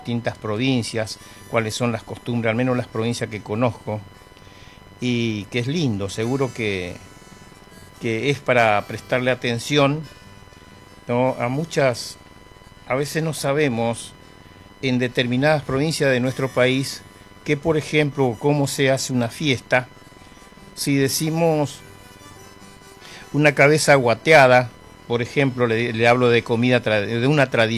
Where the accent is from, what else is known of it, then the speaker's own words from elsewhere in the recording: Presidencia de la Plaza, Chaco, Argentina; mi pueblo, Presidencia de la Plaza, pueblo donde nací.